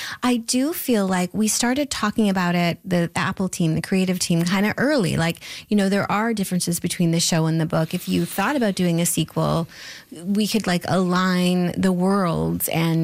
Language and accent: English; Canada; stop being so Canadian about it, right? We can yeah. be proud and we can, I think it's happening now, right?